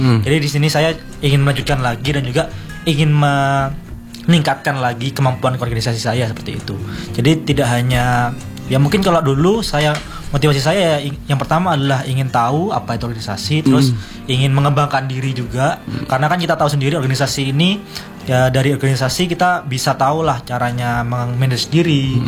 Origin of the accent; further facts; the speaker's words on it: Jember, East Java, Indonesia; Saya anak Jember orang.